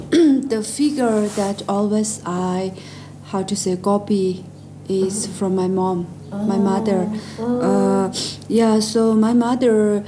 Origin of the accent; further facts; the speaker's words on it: Lhasa, Tibet, China; English is a second language; Since then, we are settled in Lhasa. Oh, I see. And then I was born in Lhasa.